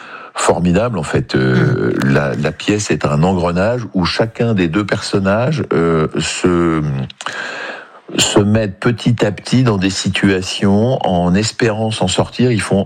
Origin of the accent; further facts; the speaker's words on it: Saint-Malo, Brittany, France; je suis de Saint-Malo, je vis à Saint-Malo depuis plus de 30 ans.